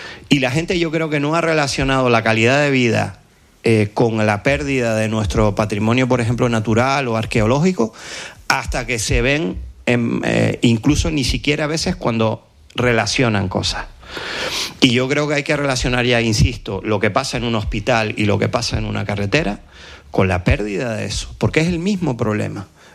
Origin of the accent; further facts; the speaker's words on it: Puerto de la Cruz, Canary Islands, Spain; born there; Yo soy del Puerto de la Cruz